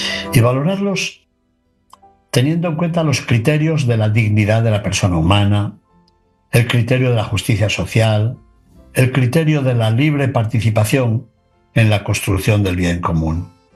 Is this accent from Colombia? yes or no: no; Spain; Sí, yo soy español, y es verdad, pero soy y formo parte de un proyecto divino más grande.